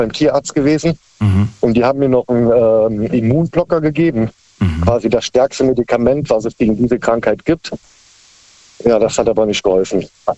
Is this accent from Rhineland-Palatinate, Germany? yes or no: yes; Rhineland-Palatinate, Germany; Ich komme aus dem Raum Koblenz.